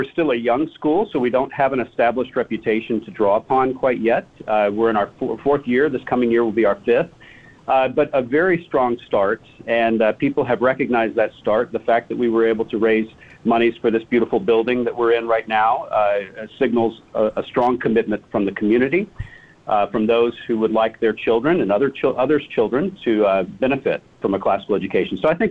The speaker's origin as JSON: {"language": "English", "region": "Texas", "country": "United States", "tie": "born or raised there", "said": "I was born and raised in Texas, but I won't go all that way back."}